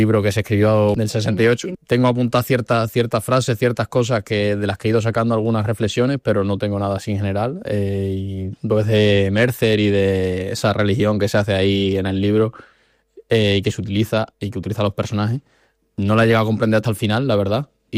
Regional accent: Montijo, Extremadura, Spain; moved away; Yo soy de Extremadura.

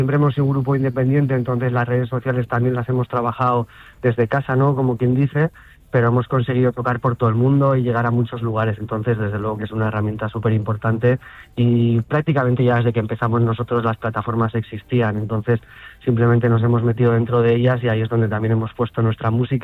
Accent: Pamplona, Navarre, Spain; Ten en cuenta que nosotros somos de Pamplona, pero tenemos equipo que son de Madrid

